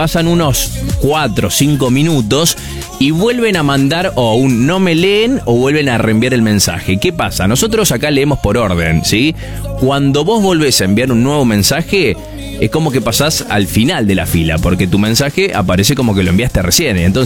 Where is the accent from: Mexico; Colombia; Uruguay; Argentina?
Argentina; Concordia, Entre Ríos; Somos todos de Concordia, Entre Ríos.